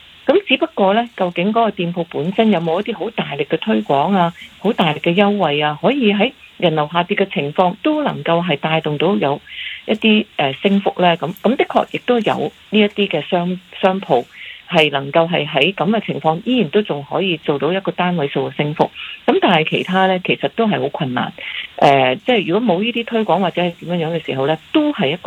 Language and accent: Cantonese; Hong Kong; 就都系我哋香港人外游嘅一个嘅黄金档期嚟嘅。